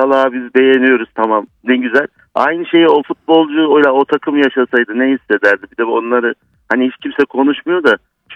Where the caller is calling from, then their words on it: Ankara, Turkey; Ankara'dan arıyorum.